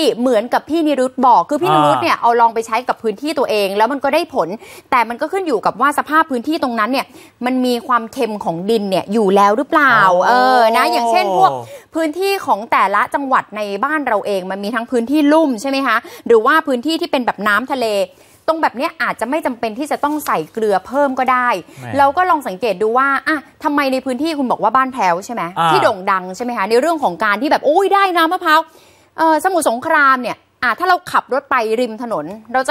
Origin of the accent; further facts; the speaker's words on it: Bangkok, Thailand; born there; ดิฉันเกิดที่กรุงเทพแม่ฉันคนโคราช